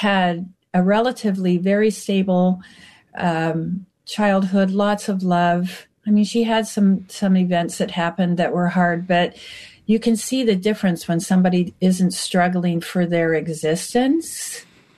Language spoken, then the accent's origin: English; Canada; My daughter was very close to my mom, even though I am Canadian. All of my family lives in Canada